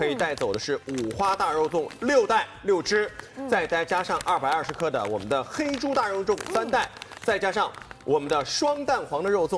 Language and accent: Chinese; Hangzhou, Zhejiang, China; now in Shanghai, China; 我是杭州人，小的时候我妈妈在家也做过粽子。